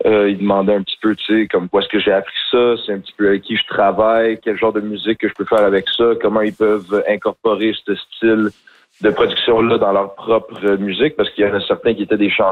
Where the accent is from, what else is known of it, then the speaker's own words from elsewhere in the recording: Montreal, Quebec, Canada; Tu sais, moi, je viens de Saint-Henri, j'ai vécu autour de Saint-Henri de dernier 14 ans de ma vie.